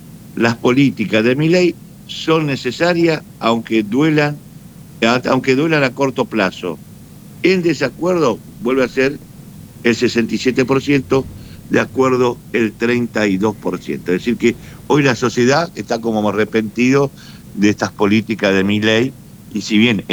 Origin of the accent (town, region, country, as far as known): Argentina